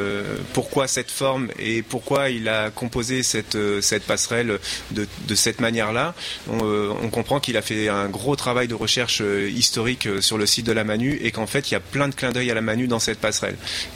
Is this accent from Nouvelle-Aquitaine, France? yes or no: yes; Châtellerault, Nouvelle-Aquitaine, France; donc je suis natif de Châteauneuf. J'y ai passé toute mon enfance et je suis châtellerodé depuis toujours.